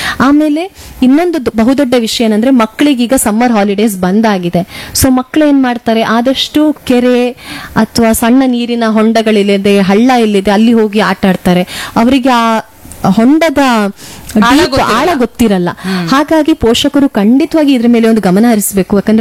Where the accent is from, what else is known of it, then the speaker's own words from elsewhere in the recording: Karnataka, India; ಯಾಕಂದ್ರೆ ಈಗ ಈ ಬಿಸಿಲಾಘಾತದಿಂದ ನಮ್ಮ ಊರಲ್ಲಿ 40°C ಇಲ್ಲದೆ ಇದ್ರೂ ಸಹ 35°C ನಮ್ಗೆ ಸಾಕಾಗ್ತದೆ ಉಡುಪಿ ಮಂಗಳೂರಿನವರಿಗೆ.